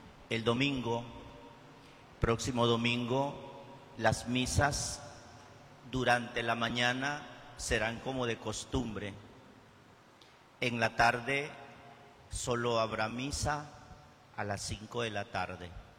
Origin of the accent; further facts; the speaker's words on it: Mexico; el domingo todos somos hermanos mexicanos y todos apoyaremos a nuestra selección